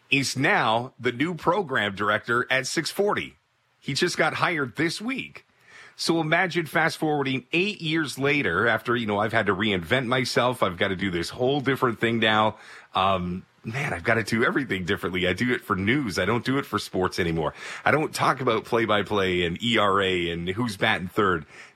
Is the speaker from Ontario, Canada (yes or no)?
yes; Toronto, Ontario, Canada; a city as big as Toronto, which is my hometown, by the way, Scarborough, Morningside and Ellesmere represent